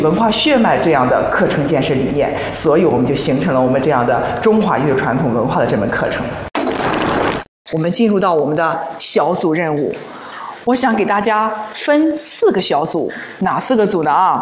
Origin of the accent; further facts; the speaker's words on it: Shandong, China; 我们山东省呢是作为孔孟之乡、礼仪之邦，我们的历史文化是非常的深远而且沉重